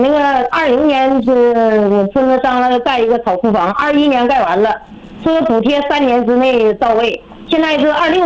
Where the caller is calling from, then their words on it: Tongliao, Inner Mongolia, China; 内蒙古通辽市，内蒙古有科尔沁区通辽市三叶塘农场